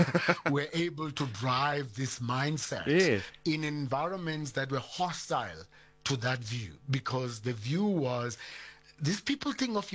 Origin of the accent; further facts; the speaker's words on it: South Africa; born there; Yet I also see myself as a South African, because I'm born in this country and I identify with this country proudly.